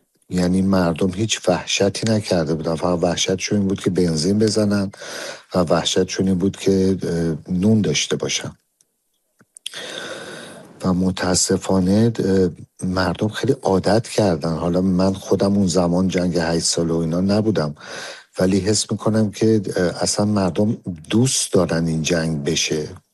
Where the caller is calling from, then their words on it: Shahriar, Tehran Province, Iran; از تهران اومدم بیرون، چون جای سکونتم شهریار هست و اطراف ما بیتکنه هستش